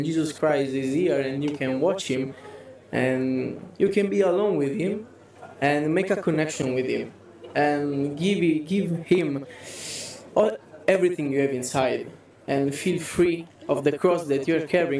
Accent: Italy; I'm from Italy.

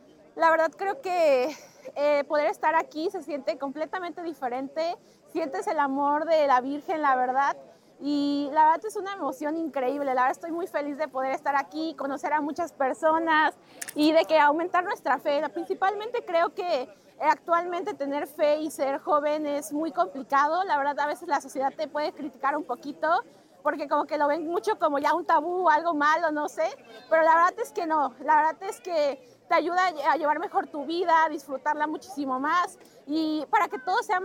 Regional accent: Jalisco, Mexico; soy de Jalisco, México.

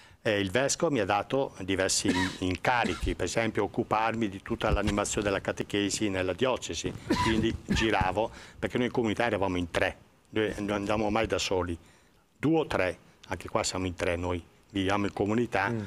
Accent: Bono, Sardinia, Italy; ho fatto un gemellaggio con il Bono Sardegna, il mio paese.

